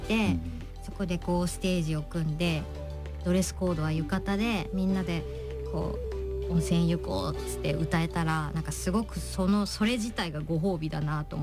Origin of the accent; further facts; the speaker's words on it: Fukuyama, Hiroshima, Japan; born there; moved away; 福山、福山、広島県福山市、